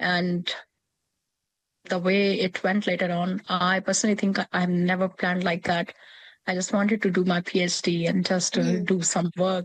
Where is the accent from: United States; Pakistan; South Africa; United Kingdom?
Pakistan; Lahore, Punjab; moved away